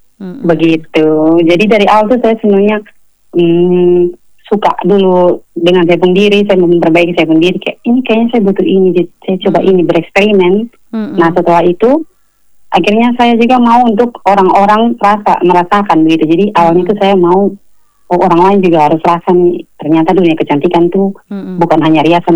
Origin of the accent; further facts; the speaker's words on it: Kupang, East Nusa Tenggara, Indonesia; now in Kefamenanu, Indonesia; Iya Kak, saya kan dari Kupang.